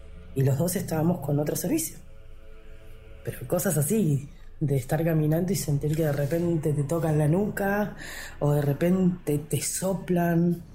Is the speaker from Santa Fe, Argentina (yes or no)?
no; Avellaneda, Buenos Aires Province, Argentina; Avellaneda.